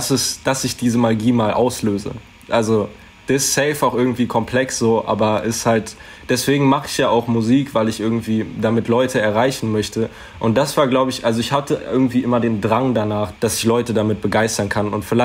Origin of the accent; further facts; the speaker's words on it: Wittenberg, Saxony-Anhalt, Germany; Und vor allem dann merke ich das halt, wenn ich länger weg war und dann würde ich schon sagen, also ich habe Wittenberg als Heimatort.